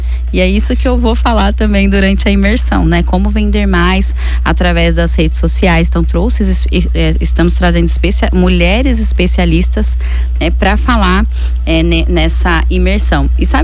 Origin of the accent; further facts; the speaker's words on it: São José dos Campos, São Paulo, Brazil; now in Caraguatatuba, Brazil; Para uma cidade que me acolheu, eu sou de São José dos Campos, né? Mas atualmente sou caiçara aqui de coração, estou morando aqui, hoje a minha vida é aqui